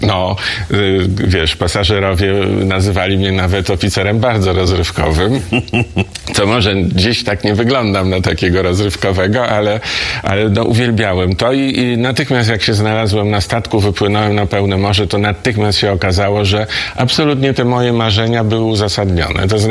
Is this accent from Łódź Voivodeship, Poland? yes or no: no; Warsaw, Masovian Voivodeship, Poland; Jestem z Warszawy, tak z Warszawy i rodzina mamy, i rodzina ojca od kilku pokoleń stąd się wywodziła, więc nie mam żadnych związków z wybrzeżem, z morzem.